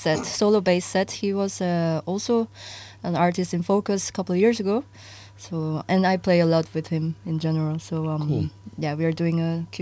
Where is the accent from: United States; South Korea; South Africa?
South Korea; Seoul; moved away as an adult; now in Amsterdam, Netherlands; I'm from South Korea. I grew up in Seoul. I moved to Amsterdam almost 10 years ago for studies